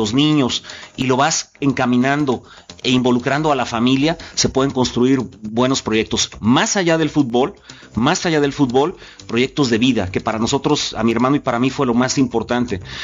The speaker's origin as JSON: {"language": "Spanish", "country": "Mexico", "said": "para nosotros como mexicanos"}